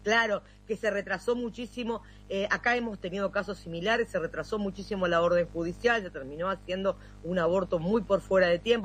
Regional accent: Santa Fe, Argentina; Yo no soy de Rosario, ustedes lo saben, soy de una localidad del interior de la provincia de Santa Fe, y como en todas las localidades chicas, más allá de que es una ciudad, no es un pueblo

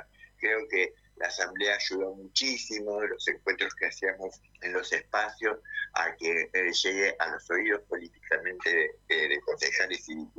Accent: José C. Paz, Buenos Aires Province, Argentina; Yo soy oriunda igual de José Paz. Nací en José Paz, tengo una familia que viene muy organizada políticamente

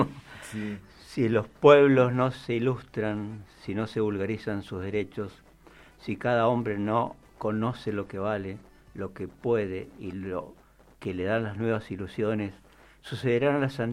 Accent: Argentina; como argentinos nos falta ir

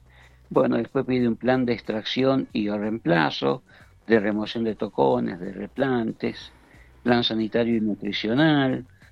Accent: Godoy Cruz, Mendoza, Argentina; como yo soy de Godoy Cruz

